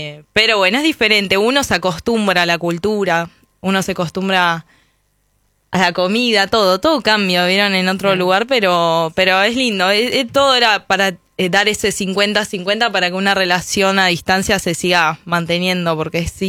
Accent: Argentina; apliqué para una working holiday, una visa que te deja ir un año legalmente como argentino viviendo legalmente en Francia.

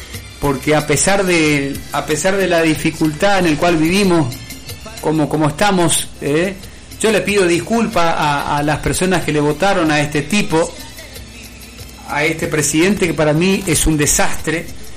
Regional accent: Argentina; si vos te pones a analizar como argentino

